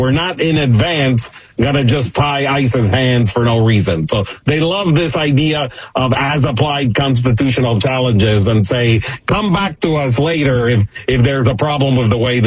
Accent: Florida, United States; because I'm from Florida and I lived in D.C.

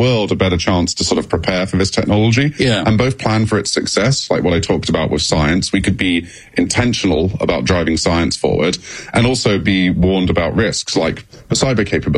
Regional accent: England, United Kingdom; Yes, as an Englishman, it fills me with such joy to be asked about sex on podcasts.

